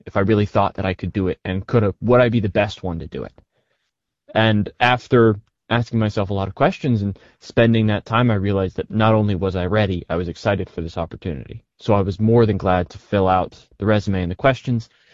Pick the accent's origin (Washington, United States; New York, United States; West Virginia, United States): West Virginia, United States; Bridgeport; since I was tiny, growing up in Bridgeport and taking all those school field trips up to Morgantown and WVU meant that WVU became my image of college.